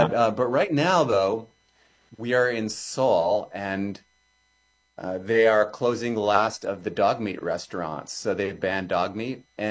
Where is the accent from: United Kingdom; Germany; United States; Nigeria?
Germany; also born or lived in Austria; because I grew up in Germany and Austria, I speak German. I haven't used my German for a while, so I sound like an American when I talk German